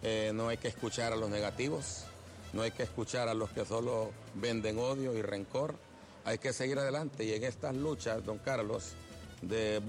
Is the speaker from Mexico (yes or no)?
no; Honduras; es un simbolismo importante para nosotros los hondureños